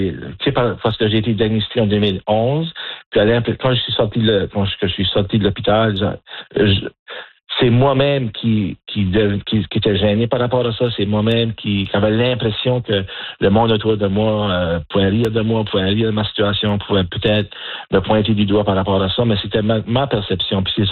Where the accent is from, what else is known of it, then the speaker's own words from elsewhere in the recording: Acadia, Canada; je suis acadien, je suis père de famille